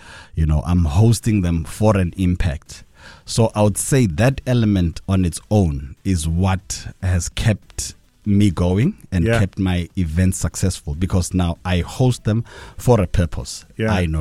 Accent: Eswatini; now in Durban, South Africa; is in Durban for 32 years now, born and raised in Swaziland. Obviously, my grandparents were from Pongola, migrated to Swaziland

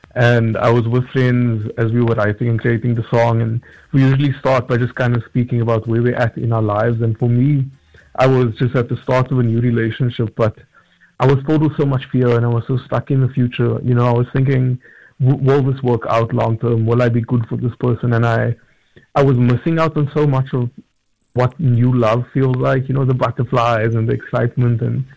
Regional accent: South Africa

